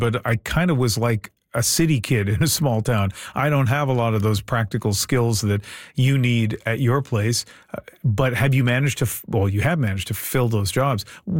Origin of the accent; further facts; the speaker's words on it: New Brunswick, Canada; I grew up next door in New Brunswick